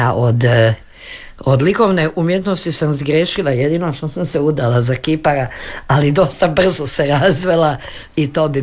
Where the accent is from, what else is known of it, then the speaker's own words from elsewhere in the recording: Osijek, Osijek-Baranja County, Croatia; tako da je meni taj moj rodni grad ostao u dobroj uspomeni